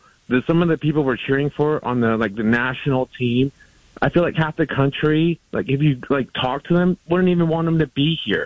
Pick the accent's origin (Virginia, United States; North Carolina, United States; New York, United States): Virginia, United States; Manassas; now in Fredericksburg, United States; I'm from Manassas. Well, I live in Fredericksburg right now. I go to Manassas to work.